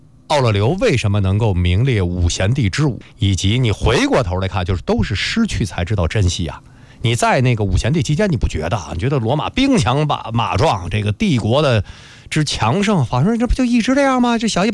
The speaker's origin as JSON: {"language": "Chinese", "country": "China"}